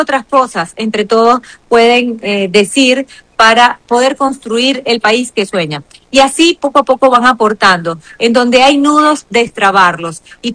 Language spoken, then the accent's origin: Spanish; Venezuela